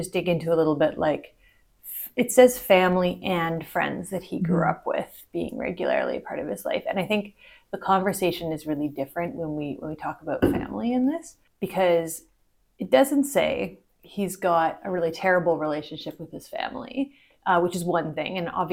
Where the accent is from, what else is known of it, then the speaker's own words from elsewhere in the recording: Ottawa, Ontario, Canada; My hometown is Ottawa, which is not, it's not Toronto, but it's still pretty big.